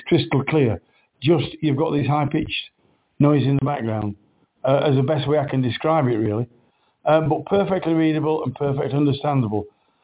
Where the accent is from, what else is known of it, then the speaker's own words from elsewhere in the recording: Sheffield, Yorkshire and the Humber, United Kingdom; accent: Yorkshire; moved away as an adult; also born or lived in Barnsley / Rotherham; now in Lincolnshire, United Kingdom; Yes, I have a Yorkshire accent. I was born in Sheffield, or outside Sheffield. Lived in Sheffield, Barnsley, Rotherham area till I was about mid-30s, came down to Lincoln, I was an engineer, came down to Lincoln about 1991, been here ever since.